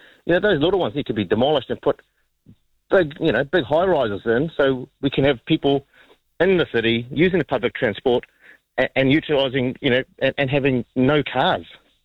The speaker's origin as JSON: {"language": "English", "region": "Auckland", "country": "New Zealand", "tie": "born or raised there", "moved": "as an adult", "lives_now": "Hamilton, New Zealand", "said": "I grew up in South Auckland, and then when I sort of turned 18, 19, I thought the traffic, and I was just like, I moved to Hamilton."}